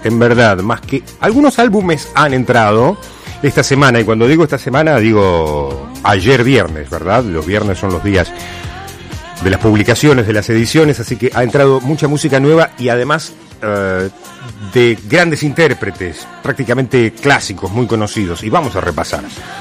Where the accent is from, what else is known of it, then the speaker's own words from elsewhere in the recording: Argentina; para recordar que somos argentinos.